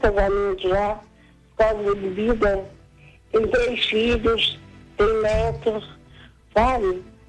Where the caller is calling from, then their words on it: Brazil; Eu venho lá do Brasil.